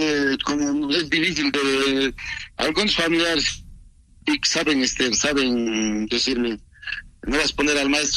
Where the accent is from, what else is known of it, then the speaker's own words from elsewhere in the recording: Bolivia; Soy de Bolivia, pero la ciudad donde yo vivo se llama Guanuni. Es una ciudad pequeña.